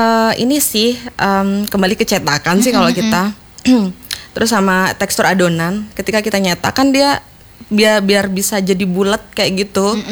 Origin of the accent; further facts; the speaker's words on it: Lombok, West Nusa Tenggara, Indonesia; kita orang Lombok